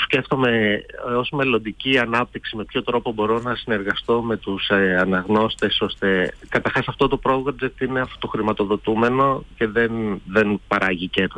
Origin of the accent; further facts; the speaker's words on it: Antikyra, Central Greece, Greece; moved away; εγώ, ας πούμε, πηγαίνω πολύ συχνά στο χωριό μου που είναι στην Αντικειρία Βιωτίας.